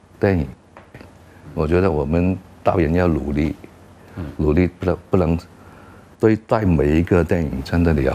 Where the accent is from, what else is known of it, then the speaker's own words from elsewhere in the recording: China; 但是最终我会回来拍戏，就因为我是中国人的。